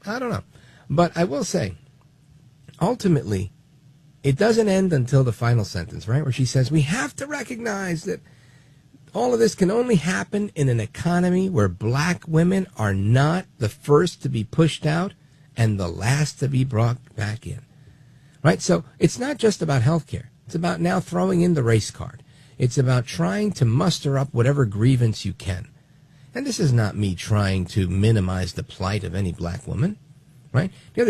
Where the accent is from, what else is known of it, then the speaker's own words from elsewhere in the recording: Brooklyn, New York, United States; born there; my parents are from Puerto Rico. I was born in Brooklyn, but we have one big, happy Puerto Rican family.